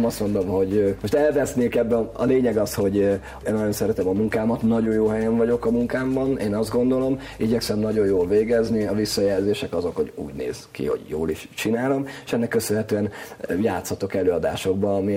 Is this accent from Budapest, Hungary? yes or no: no; Sopron, Győr-Moson-Sopron, Hungary; eleve soproniként a Sopron Festen